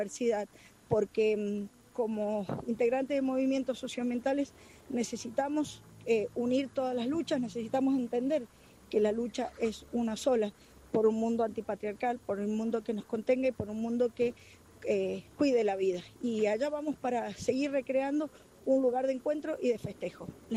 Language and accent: Spanish; Mendoza, Argentina; de Mendoza, pertenezco a asambleas socioambientales de acá